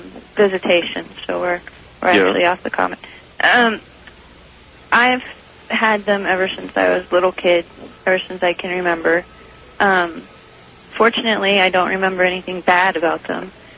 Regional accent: California, United States; I'm from Pierce, California.

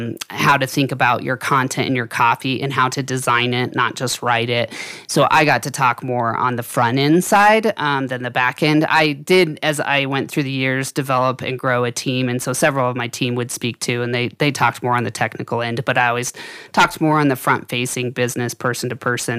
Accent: Denver, Colorado, United States; moved away as an adult; now in Grand County, Colorado, United States; As a kid, I grew up in Denver

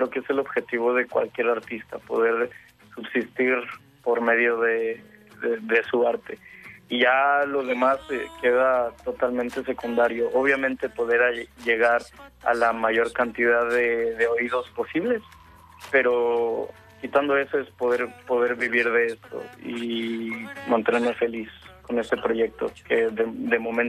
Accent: Ciudad del Carmen, Campeche, Mexico; Ciudad del Carmen, que es mi tierra natal

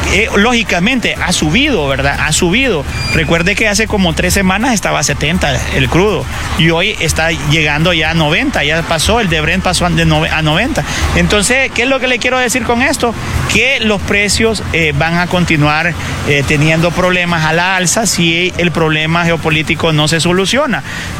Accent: Honduras; nosotros como pueblo hondureño

